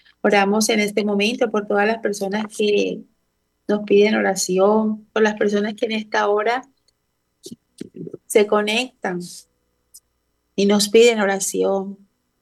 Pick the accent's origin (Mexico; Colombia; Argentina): Colombia